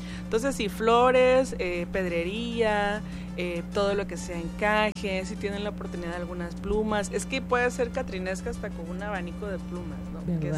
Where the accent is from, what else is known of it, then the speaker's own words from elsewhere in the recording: Mexico; es parte de lo que nosotros tenemos como mexicanos